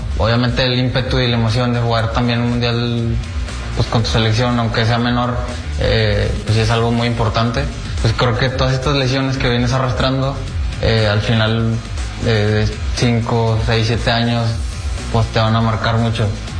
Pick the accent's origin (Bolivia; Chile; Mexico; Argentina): Mexico; somos todos, al final de cuentas, somos mexicanos, somos un país que está muy unido